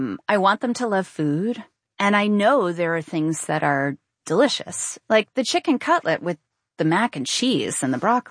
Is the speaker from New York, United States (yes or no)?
yes; New York, United States; I grew up in the New York area.